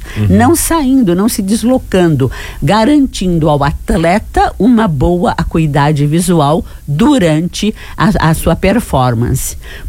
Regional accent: Brazil; nós somos brasileiros

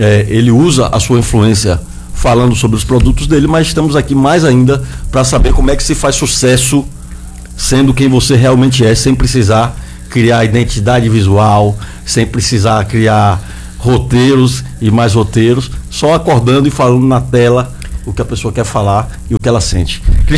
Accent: Brazil; eu sou brasileiro. Claro. Né? Eu sou dessa terra.

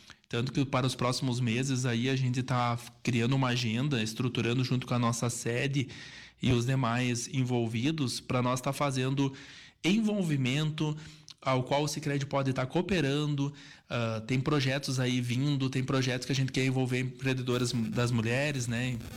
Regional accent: Soledade, Rio Grande do Sul, Brazil; sou natural de Soledade, morador de Soledade

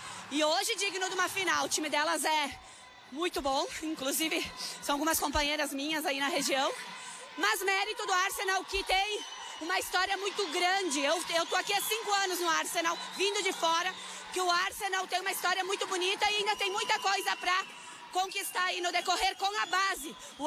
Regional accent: Caxias do Sul, Rio Grande do Sul, Brazil; Eu sou de Caxias do Sul.

